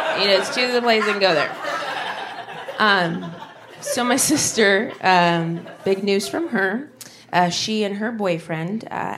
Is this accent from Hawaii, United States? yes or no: no; Dayton, Ohio, United States; moved away; So I grew up originally in Ohio, Southwest Ohio, in Dayton.